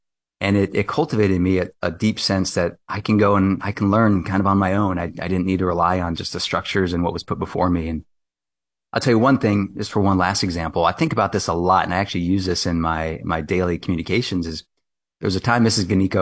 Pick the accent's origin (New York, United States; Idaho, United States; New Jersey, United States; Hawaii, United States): Hawaii, United States; Kailua; moved away as an adult; also born or lived in West Coast; now in Washington, D.C., United States; Yeah, so I grew up on the windward side of Oahu in Kailua. So various places all over Kailua itself, but Olomana, Aikahi, but I spent the first roughly about 26 years of my life. Now, I was actually born on the West Coast